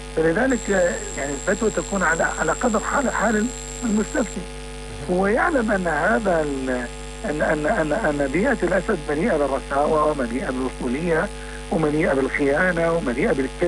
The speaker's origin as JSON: {"language": "Arabic", "country": "Syria", "moved": "as an adult", "said": "إحنا نستطيع أبناء سوريا أن ندافع عن بلدنا"}